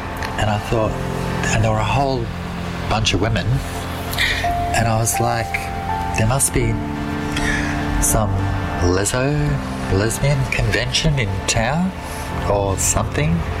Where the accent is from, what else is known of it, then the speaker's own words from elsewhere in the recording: Victoria, Australia; now in Alice Springs, Australia; I'm originally from Victoria.